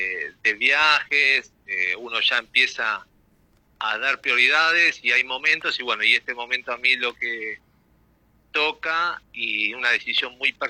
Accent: Argentina; moved away as an adult; now in Leandro N. Alem, Argentina; no soy de Misiones, soy de Buenos Aires. Yo estoy en Misiones desde hace unos años, conocí a mi esposa en Buenos Aires mientras estudiábamos

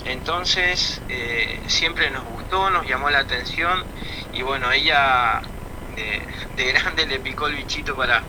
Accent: Oberá, Misiones, Argentina; somos obereños, uh-huh. nacidos y criados en Verá.

